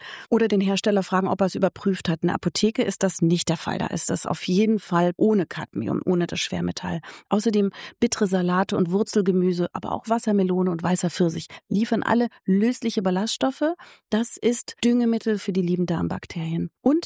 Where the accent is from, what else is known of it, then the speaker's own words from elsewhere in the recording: Berlin, Germany; ich komme aus Berlin